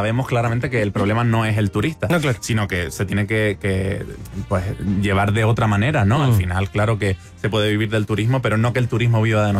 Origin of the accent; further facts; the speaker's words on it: Canary Islands, Spain; nosotros Canarias, evidentemente sí, somos España